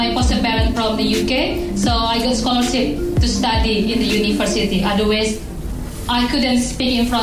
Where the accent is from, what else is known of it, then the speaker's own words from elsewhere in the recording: Bekasi, West Java, Indonesia; English is a second language; also born or lived in West Sumatra; I grew up in Bantar Gebang. … I'm not a princess. I don't have bracelet. I don't have a crown. … from Bantar Gebang.